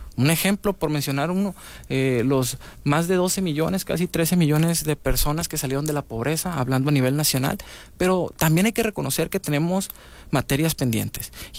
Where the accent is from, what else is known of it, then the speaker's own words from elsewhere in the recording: Culiacán, Sinaloa, Mexico; Soy de aquí, de Culiacán, uh-huh. de ahí del Soli, de la colonia Infonavit Solidaridad, okay. Ahí me crié, ahí crecí en el Soli y en el Umaya. Ahí en las calles de la calle Mercurio.